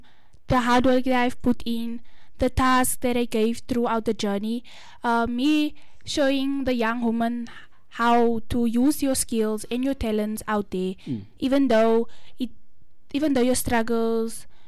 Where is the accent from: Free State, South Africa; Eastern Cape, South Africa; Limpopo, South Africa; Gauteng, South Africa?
Gauteng, South Africa; Johannesburg; I am from Westbury.